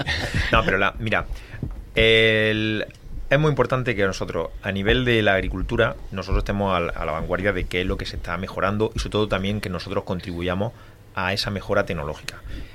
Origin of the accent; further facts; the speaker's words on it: Adra, Andalusia, Spain; Yo soy de Adra. En Adra no se veía un arándano ni por la tele.